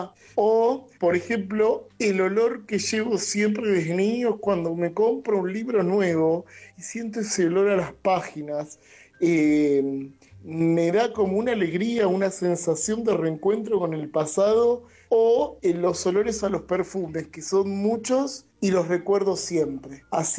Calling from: Lanús, Buenos Aires Province, Argentina; de Lanús.

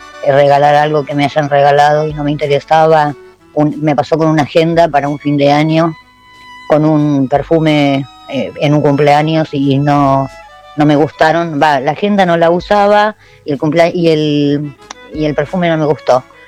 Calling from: Barrio Norte, Buenos Aires, Argentina; de Barrio Norte

